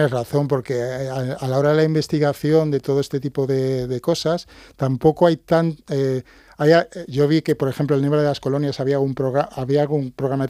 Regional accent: Madrid, Community of Madrid, Spain; born there; Yo no soy gallego, yo nací en Madrid, pero mi padre era profesor

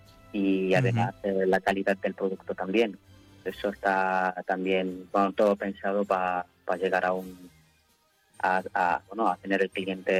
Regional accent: Ceuta, Spain; somos de Ceuta y sabemos un poco las zonas mejores que las otras.

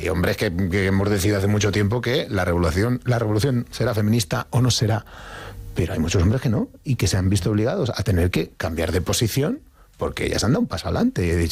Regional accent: Getafe, Community of Madrid, Spain; yo y vivo en Getafe, en la casa en la que nací, con lo cual yo soy reivindico Getafe por un montón de razones.

